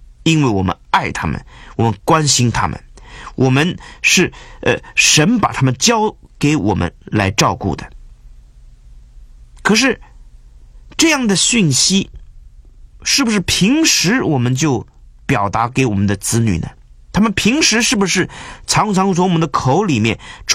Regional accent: China; 我们中国人比较含蓄

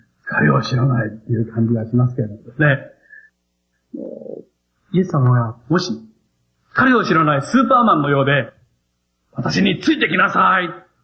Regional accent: Nakanohama, Kochi, Japan; 私も子供の頃、四国で育ちましたので、四国のもうジョン万次郎、最初にアメリカに日本人として行ったジョン万次郎を生んだですね、その中野浜っていうところで育ったわけです。

